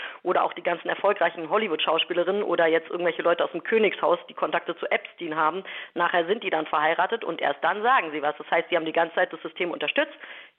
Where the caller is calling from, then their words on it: Berlin, Germany; ich komme aus Berlin.